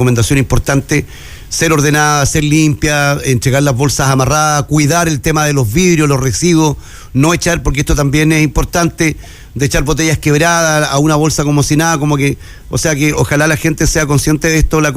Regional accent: Chile; cómo somos los chilenos en general

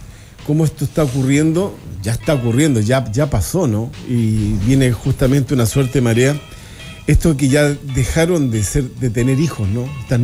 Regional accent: Chile

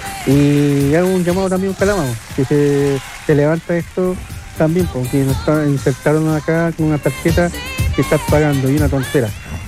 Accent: Valparaíso, Chile; now in Antofagasta, Chile; Yo soy de Valparaíso. En Valparaíso quisieron hacer lo mismo.

